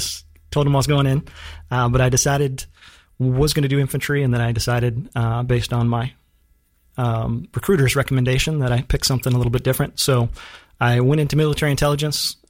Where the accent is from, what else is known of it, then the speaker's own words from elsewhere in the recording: Wisconsin, United States; moved away as an adult; now in Augusta, United States; I grew up in Wisconsin. I was raised there.